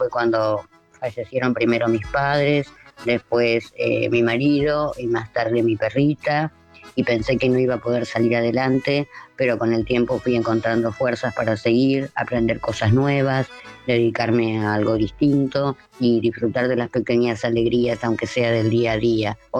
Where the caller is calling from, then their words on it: Barrio Norte, Buenos Aires, Argentina; de Barrio Norte, los últimos tres del DNI 664.